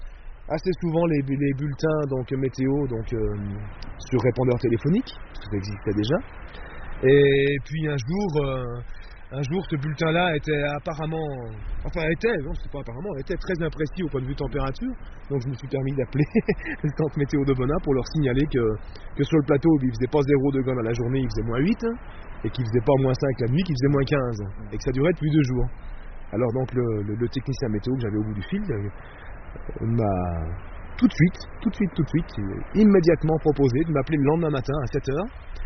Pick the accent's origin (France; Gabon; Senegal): France; Grand Est; moved away; j'ai passé mon enfance en Lorraine, donc à cette époque-là, dans les années 60, il y avait toujours beaucoup de neige